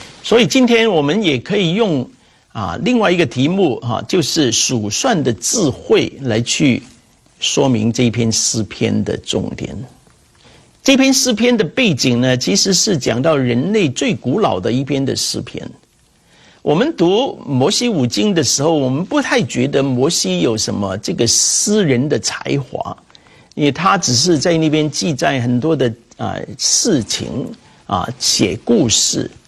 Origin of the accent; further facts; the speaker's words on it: China; 我们中国人呢，数学很好